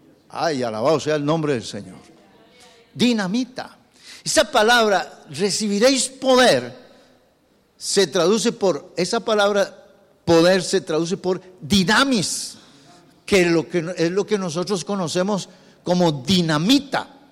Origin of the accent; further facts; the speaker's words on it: Costa Rica; Y nosotros, como costarricenses, a veces no conocemos nada de ejército, ni de comandantes, ni de órdenes.